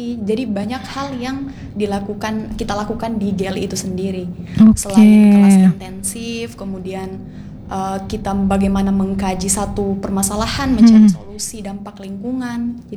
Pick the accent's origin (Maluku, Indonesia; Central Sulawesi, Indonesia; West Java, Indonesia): Central Sulawesi, Indonesia